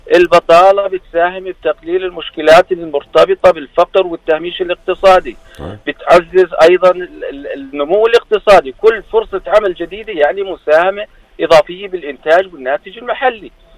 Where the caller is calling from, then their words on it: Jordan; كأردنيين.